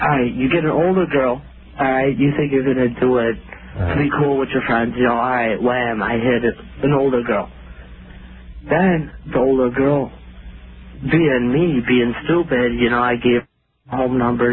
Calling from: Chicago, Illinois, United States

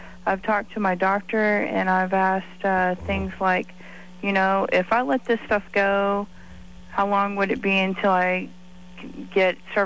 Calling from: Dallas, Texas, United States; Hi, I'm 23, and I'm calling from Dallas, Texas.

